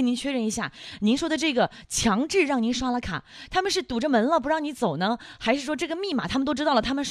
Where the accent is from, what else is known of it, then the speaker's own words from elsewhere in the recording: Hunan, China; 您这个讲故事的能力特别有我们湖南人的特色